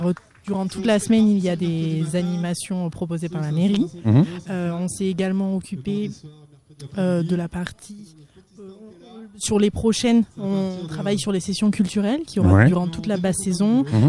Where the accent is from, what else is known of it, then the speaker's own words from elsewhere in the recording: Mont-de-Marsan, Nouvelle-Aquitaine, France; Je suis originaire de Mont-de-Marsan.